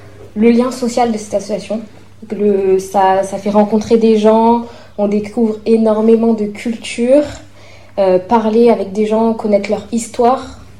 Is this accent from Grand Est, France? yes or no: no; Clermont-Ferrand, Auvergne-Rhône-Alpes, France; now in Caen, France; je suis française, mais je viens de Clermont-Ferrand.